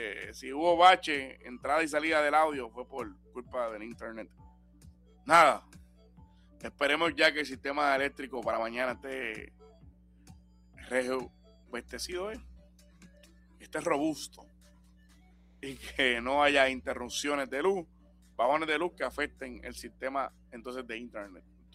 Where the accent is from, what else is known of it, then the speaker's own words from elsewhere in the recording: Aguada, Puerto Rico; En Aguada, en Aguada.